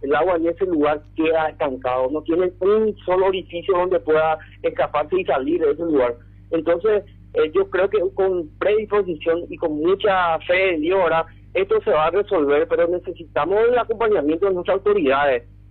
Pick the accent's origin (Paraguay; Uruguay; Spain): Paraguay; Presidente Franco, Alto Paraná; nosotros somos parte de Franco, nosotros somos ciudadanos franqueños, somos gente de bien.